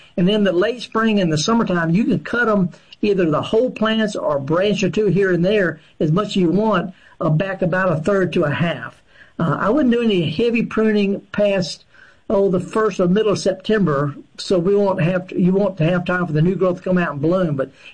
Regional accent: Baton Rouge, Louisiana, United States; He's from my hometown in Baton Rouge.

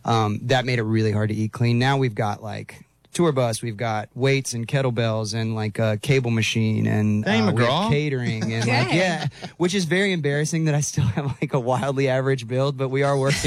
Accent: Texas, United States; I love it, man. Growing up in Texas, it's kind of in your bones.

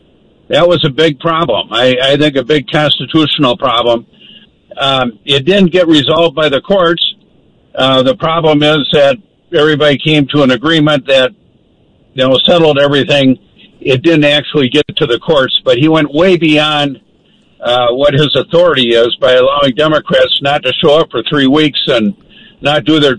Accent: St. Cloud, Minnesota, United States; born there; Well, I was born in St. Cloud, actually, the oldest of 11 children.

